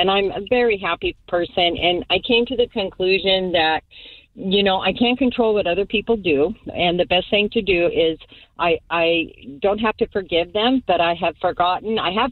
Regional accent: Soap Lake, Washington, United States; Soap Lake. I shouldn't tell you that because I have 2 brothers that ended up being police officers, and several of my siblings were very successful.

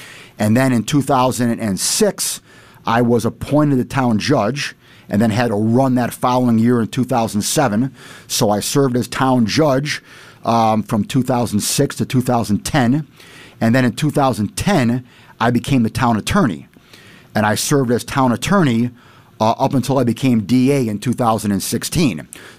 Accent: East Aurora, New York, United States; my father moved from South Buffalo to East Aurora when I was young. And I grew up in East Aurora, went to East Aurora High School

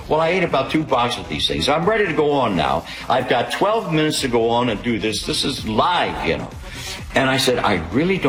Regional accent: Philadelphia, Pennsylvania, United States; she thinks it's a kid that I grew up with in South Philly, a lot of Italian kids thought it was Bobby De Niro

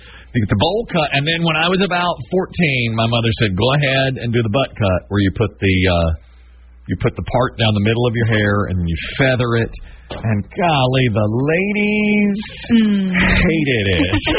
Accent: Asheboro, North Carolina, United States; in my hometown, Asheboro

